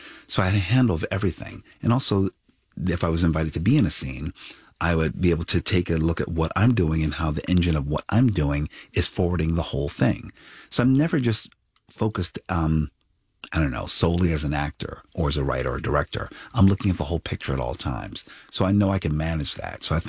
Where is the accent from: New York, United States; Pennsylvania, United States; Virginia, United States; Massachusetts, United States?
Pennsylvania, United States; Philadelphia; I come from a very humble place. I come from West Philadelphia. Inner city West Philadelphia, where, you know, a lot of blue collar folks. I was the first in my family to go to college.